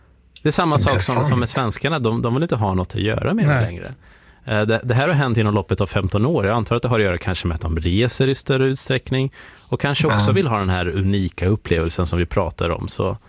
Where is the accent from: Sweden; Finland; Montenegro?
Montenegro; moved away; jag kommer från Montenegro